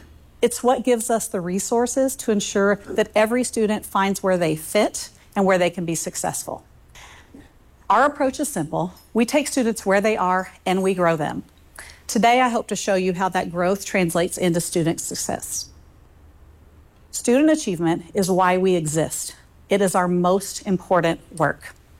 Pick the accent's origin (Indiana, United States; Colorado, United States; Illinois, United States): Indiana, United States; Evansville; I was born in Evansville and raised on the southeast side by my great-grandparents.